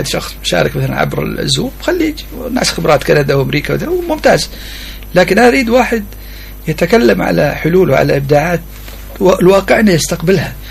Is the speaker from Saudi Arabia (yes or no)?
no; Yemen